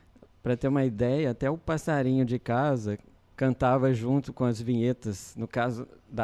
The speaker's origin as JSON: {"language": "Portuguese", "town": "Valença", "country": "Brazil", "said": "E aí eu fui crescendo ali, que eu sou do interior, eu sou de Valença, e vim para a capital para realizar meu sonho"}